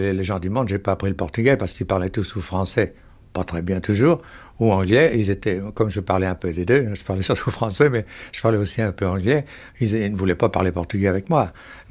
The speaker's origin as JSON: {"language": "French", "country": "France", "said": "je n'étais jamais sorti de France, je n'ai même pas été à Monte-Carlo ou en Belgique"}